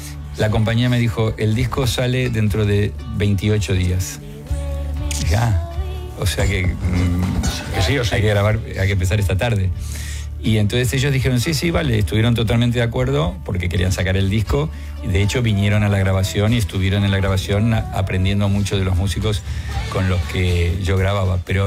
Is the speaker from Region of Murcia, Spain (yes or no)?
yes; Murcia, Region of Murcia, Spain; y yo decía, pero si soy de Murcia. ¿Dónde está?